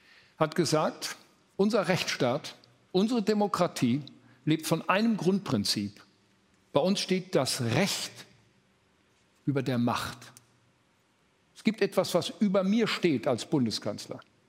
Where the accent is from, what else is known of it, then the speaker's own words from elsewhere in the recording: Arnsberg, North Rhine-Westphalia, Germany; Eine eigene Stiftung gegründet für Bildung und Ausbildung in meiner Heimatstadt Arnsberg. Das ist die Stadt, in der wir leben.